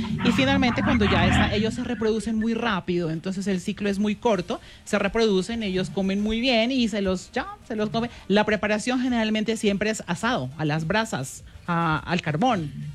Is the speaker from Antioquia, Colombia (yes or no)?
no; Nariño, Colombia; now in Bogotá, Colombia